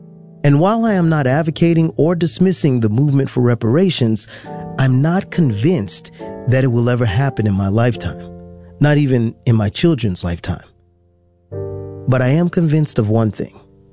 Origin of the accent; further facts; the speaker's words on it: Florida, United States; When I was growing up in the South, all these new housing developments were popping up.